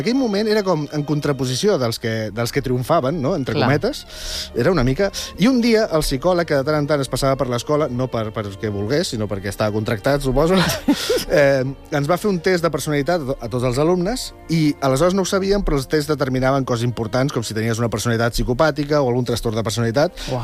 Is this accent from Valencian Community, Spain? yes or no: no; Viladecans, Catalonia, Spain; A la meva escola de Viladecans, on, com totes les escoles